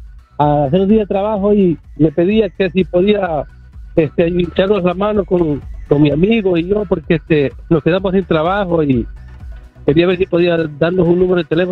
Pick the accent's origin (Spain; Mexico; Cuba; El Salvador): El Salvador; now in Los Angeles, United States; El Salvador.